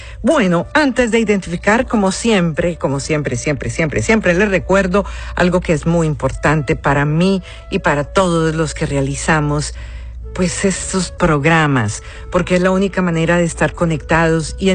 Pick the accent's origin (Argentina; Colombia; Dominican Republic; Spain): Colombia; Me alegra mucho recibir correspondencia de mi tierra y de lugares lindos como el departamento de Risaralda, como Santa Rosa de Cabal, lugares hermosos de mi país Colombia